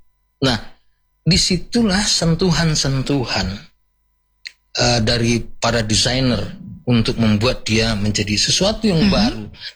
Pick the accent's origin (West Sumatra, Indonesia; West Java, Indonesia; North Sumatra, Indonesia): West Sumatra, Indonesia; Kalau kita punya jati diri sebagai orang Minang, kita kenali, lalu kita cintai, dan kita banggakan.